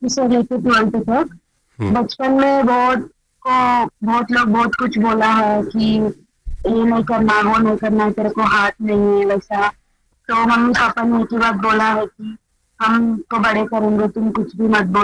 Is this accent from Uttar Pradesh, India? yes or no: no; Andhra Pradesh, India; मैं आंध्र प्रदेश से हूँ